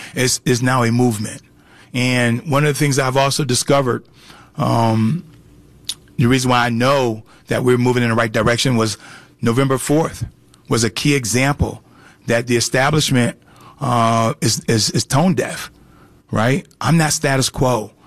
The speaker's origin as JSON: {"language": "English", "town": "Syracuse", "region": "New York", "country": "United States", "tie": "born there", "moved": "yes", "lives_now": "Atlanta, United States", "said": "Syracuse, New York."}